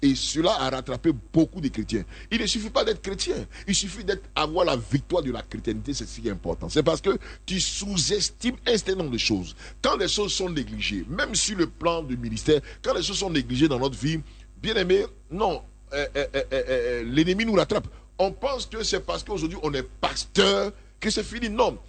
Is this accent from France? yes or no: no; Côte d’Ivoire; Mon origine, c'est la Côte d'Ivoire. Mon origine, là, c'est la Côte d'Ivoire.